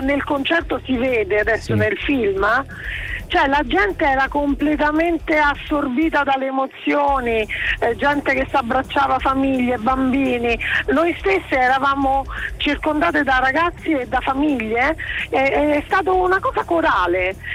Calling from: Rome, Lazio, Italy; io sono romana

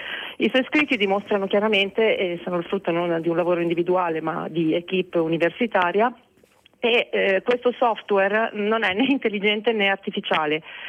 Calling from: Montemarcello, Liguria, Italy; chiamo da un paesino vicino a Sarzana, Monte Marcello

